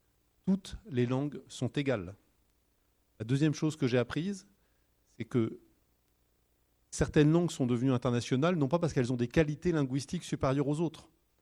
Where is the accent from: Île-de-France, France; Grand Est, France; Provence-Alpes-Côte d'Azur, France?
Île-de-France, France; Paris; La raison personnelle, vous l'entendez à mon accent, j'ai toujours vécu à Paris. Mon père était parisien, mais mon père était un homme de goût puisqu'il a épousé une béarnaise.